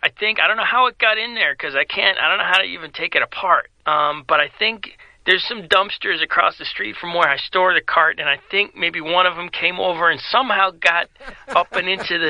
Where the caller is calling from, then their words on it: Sweden; And I'm calling from Sweden.